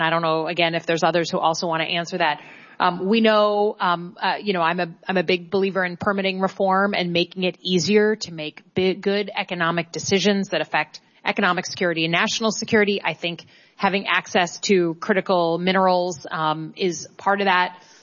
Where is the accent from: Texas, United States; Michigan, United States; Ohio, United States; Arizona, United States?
Michigan, United States; I come from Michigan, so specialty crop state.